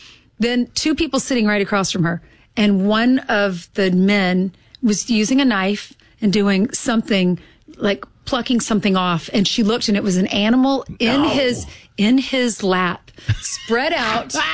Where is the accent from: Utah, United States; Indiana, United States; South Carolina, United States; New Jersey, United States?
South Carolina, United States; I mean, I grew up in South Carolina, wanted to be in New York so badly.